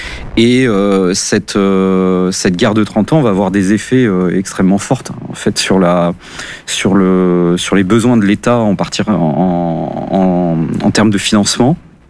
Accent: Bordeaux, Nouvelle-Aquitaine, France; je suis bordelais

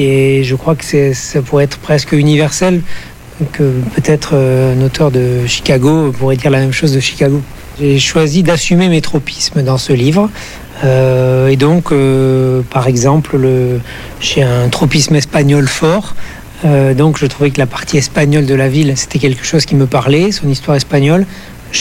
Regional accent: Nouvelle-Aquitaine, France; moved away as an adult; now in Bordeaux, France; Je vis à Bordeaux depuis 17 ans, mais j'y ai vécu mes études. Alors je suis originaire de Dordogne

